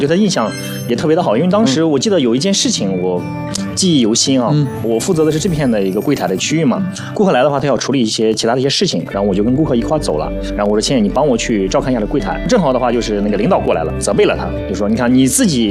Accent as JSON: {"language": "Chinese", "town": "Jiaozuo", "region": "Henan", "country": "China", "tie": "born or raised there", "moved": "as an adult", "lives_now": "Luoyang, China", "said": "大学毕业之后，我就去洛阳这边创业了，因为我老家是焦作的嘛。"}